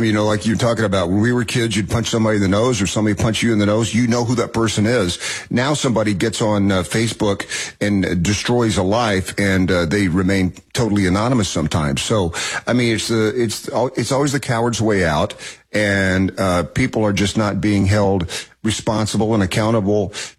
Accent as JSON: {"language": "English", "town": "Knoxville", "region": "Tennessee", "country": "United States", "tie": "born or raised there", "said": "I mean, I grew up in Knoxville, Tennessee. So, I mean, everybody was your parent."}